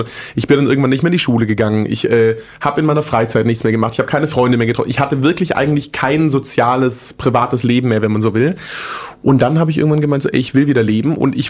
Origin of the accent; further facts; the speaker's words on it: Großbottwar, Baden-Württemberg, Germany; also born or lived in Stuttgart / Frankfurt; Ich bin in Stuttgart geboren, bin in so einem Kaff aufgewachsen, das heißt Großbottwar.